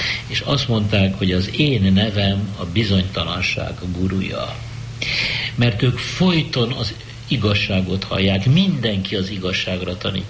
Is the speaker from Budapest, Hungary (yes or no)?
yes; Budapest, Hungary; én lipotvárosi, polgári, jól nevelt, vallásos zsidó kisfiú vagyok. 1933-tól, amikor születtem